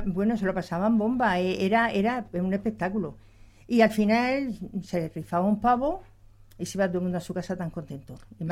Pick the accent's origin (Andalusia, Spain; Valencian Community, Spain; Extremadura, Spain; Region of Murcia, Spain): Region of Murcia, Spain; Lorca; Nací en Lorca, pero vamos, prácticamente en el Río, porque enseguida nos vinimos para acá. Entonces, mi vida ha sido en el Río, sí, prácticamente.